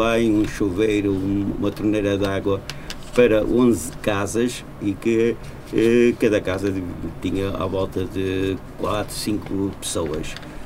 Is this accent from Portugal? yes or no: yes; Porto, Norte, Portugal; Eu nasci no Porto, nasci na zona de São Vítor, uma zona onde havia muitas ilhas e muito perto do cemitério do Repouso e do Colégio dos Órfãos.